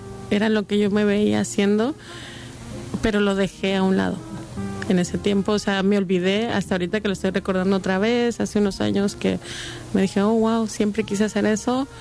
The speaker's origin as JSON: {"language": "Spanish", "country": "Mexico", "moved": "yes", "said": "Fíjate que cuando vengo yo de México, emigré a."}